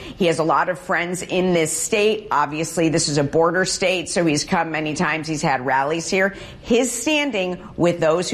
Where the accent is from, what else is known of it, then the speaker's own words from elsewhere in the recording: Buffalo, New York, United States; Listen, if you want, I'm from Buffalo. If you want to talk about Buffalo Bills football and all the heartbreak I've been through, I got all the time in the world.